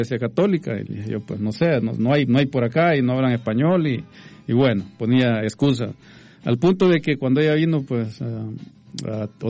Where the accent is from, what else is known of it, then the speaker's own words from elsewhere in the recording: Cuscatlán, El Salvador; moved away as an adult; soy salvadoreño, vengo de un cantón, no decir que vengo de un pueblo de la ciudad, porque no es así, ¿verdad? Vengo de un cantón que se llama El Espinal, en el departamento de Cuscatlán.